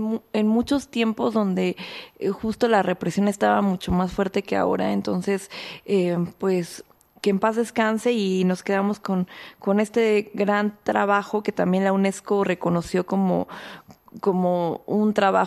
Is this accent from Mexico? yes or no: yes; Mexico; como mexicana o como periodista